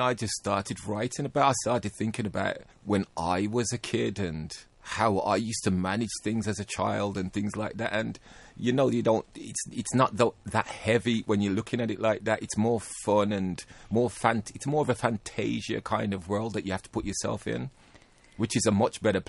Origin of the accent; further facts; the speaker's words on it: Birmingham, West Midlands, United Kingdom; I was born in Birmingham. Originally it's from Aston, and then I spent a lot of my years on the Bromford. I went to Hodgill School.